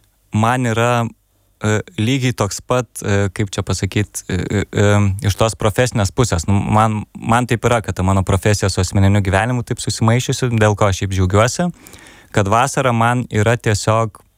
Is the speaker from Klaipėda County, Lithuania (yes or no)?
yes; Palanga, Klaipėda County, Lithuania; now in Vilnius, Lithuania; kai aš gyvenu Palangoj, kai augau Palangoj, tai buvo toksai tipinis vasaros kurortas.